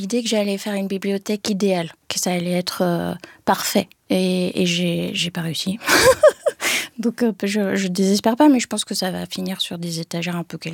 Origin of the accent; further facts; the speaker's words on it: France; ma mère nous lisait beaucoup de livres, elle voulait absolument qu'on parle anglais, donc vu qu'on était en France, de garder ce rapport à la langue maternelle.